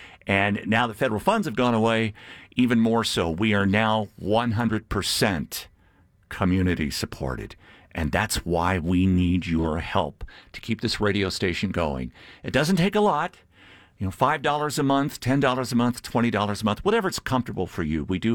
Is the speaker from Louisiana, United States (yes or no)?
yes; Louisiana, United States; You know, and we're both from Louisiana.